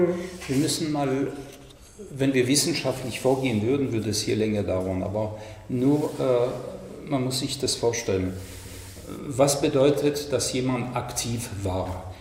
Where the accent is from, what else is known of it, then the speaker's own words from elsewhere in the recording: Munich, Bavaria, Germany; In München, wo ich herkomme, da waren sie sehr aktiv natürlich.